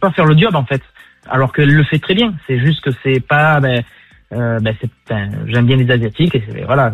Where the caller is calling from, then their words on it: Toulon, Provence-Alpes-Côte d'Azur, France; Je viens de Toulon.